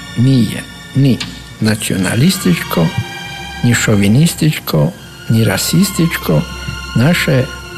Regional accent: Croatia; što želim kao Hrvat hrvatskom narodu

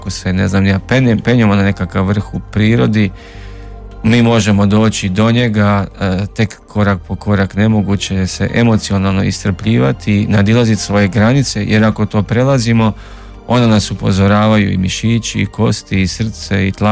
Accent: Babska, Vukovar-Srijem County, Croatia; moved away; rodom sam iz mjesta Babska gdje rad odlazim, gdje žive i moji.

